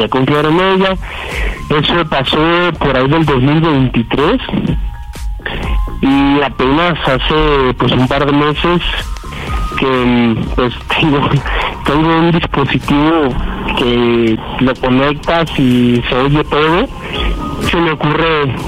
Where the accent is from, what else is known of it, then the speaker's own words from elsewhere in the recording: Guerrero, Mexico; now in Guadalajara, Mexico; Tengo 27, estoy en Guadalajara, soy de Guerrero.